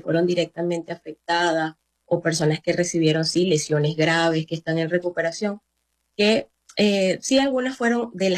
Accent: Barquisimeto, Lara, Venezuela; como soy de Barquisimeto, mi trabajo como médico no fue estando directamente en los centros de salud de La Guaira.

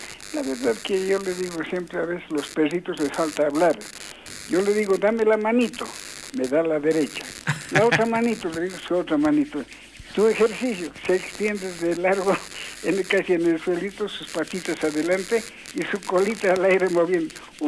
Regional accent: San Pedro de Buena Vista, Potosí, Bolivia; Yo también soy de San Pedro de Buena Vista, le dije.

